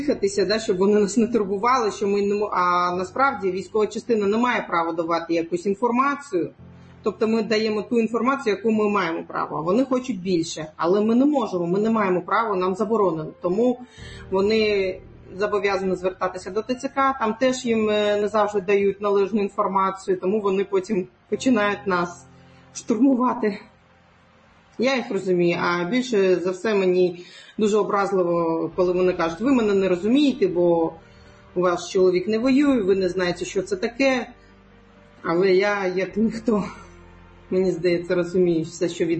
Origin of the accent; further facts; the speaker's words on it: Crimea, Ukraine; Коли я спілкуюся зі своїми побратимами, і вони дізнаються, що я з Криму